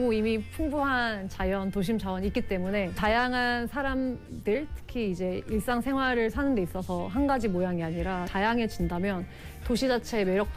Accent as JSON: {"language": "Korean", "region": "Busan", "country": "South Korea", "tie": "born or raised there", "said": "저는 부산 사람이 아니지만 부산에서 나고 자라서 대학까지 졸업했는데도 부산을 떠나는 청년들이 굉장히 주변에도 많고"}